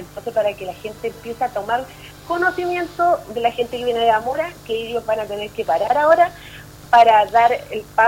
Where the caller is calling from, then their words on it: Coronel, Biobío, Chile; soy secretaria de la Mesa de Seguridad de Sector Norte acá del Coronel.